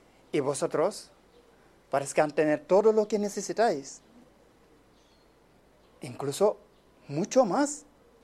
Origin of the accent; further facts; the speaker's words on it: Senegal; Spanish is a second language; now in Valencia, Spain; soy de Senegal. Llevo 10 años viviendo en Valencia.